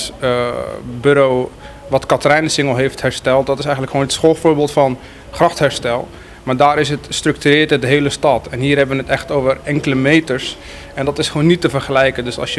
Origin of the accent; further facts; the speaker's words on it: Wageningen, Gelderland, Netherlands; born there; Ik ben geboren in Wageningen. Ik heb er ook 26 jaar gewoond. Gestudeerd aan de Wageningen Universiteit.